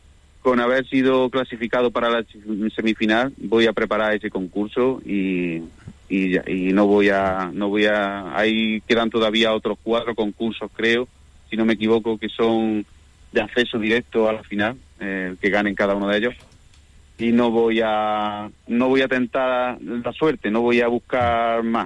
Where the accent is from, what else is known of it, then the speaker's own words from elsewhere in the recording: Añora, Andalusia, Spain; now in Villanueva de Córdoba, Spain; Sí, sí, en Villanueva, en Añora, en mi pueblo también lo he escuchado.